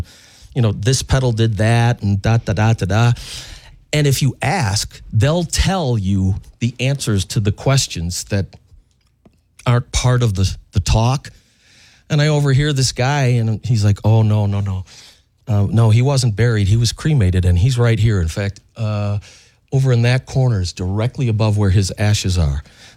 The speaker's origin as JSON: {"language": "English", "country": "United States", "said": "we're from the Quad Cities."}